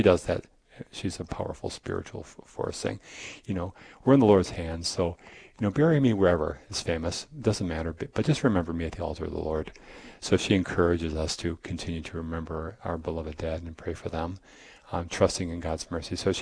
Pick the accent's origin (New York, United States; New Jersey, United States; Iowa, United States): Iowa, United States; moved away; I'm given the opportunity in September of going back to my home state of Iowa. No longer home state, I live here, but where I used to live.